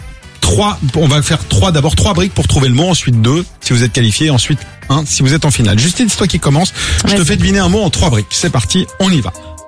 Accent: Pays de la Loire, France; moved away; moi, qui viens de Vendée

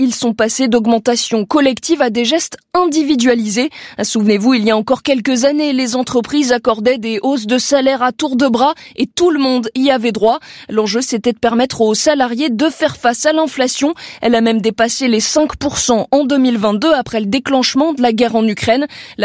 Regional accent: France

